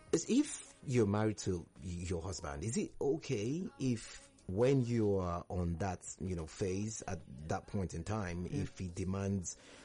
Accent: Anambra, Nigeria; I'm from Anambra State. I'm fair in complexion, average in height.

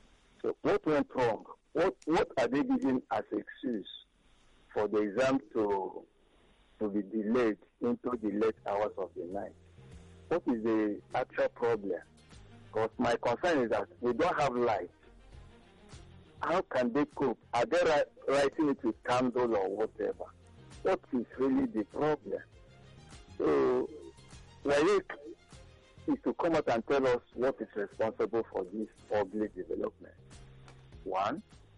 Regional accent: Iba, Lagos, Nigeria; I'm from Eba.

